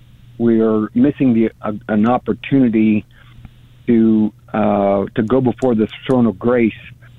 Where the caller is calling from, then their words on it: Kansas, United States; I listened to another Christian radio station here in Northeast Kansas